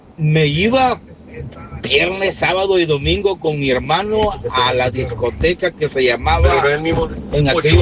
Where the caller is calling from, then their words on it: Santa Ana, El Salvador; yo también, hermano, yo soy de Santa Ana.